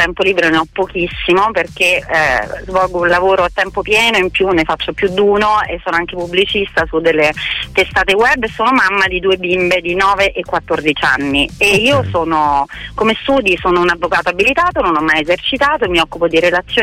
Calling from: Rome, Lazio, Italy; sono di Roma, Roma centro, San Giovanni Celio

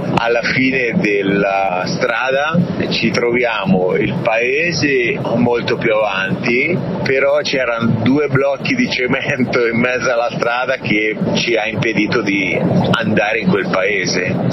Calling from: Chiaravalle, Marche, Italy; chiamo da Chiaravalle, in provincia d'Ancona.

